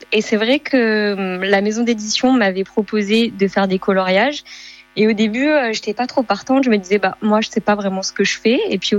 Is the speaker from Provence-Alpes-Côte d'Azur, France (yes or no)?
yes; Nice, Provence-Alpes-Côte d'Azur, France; Je suis de Nice, effectivement.